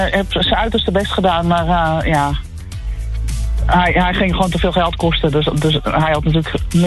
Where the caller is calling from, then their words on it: North Holland, Netherlands; we komen uit Noord-Holland vandaan.